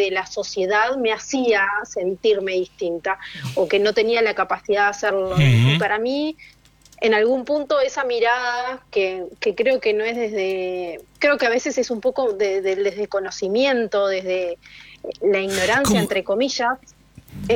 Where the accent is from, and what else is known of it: Uruguay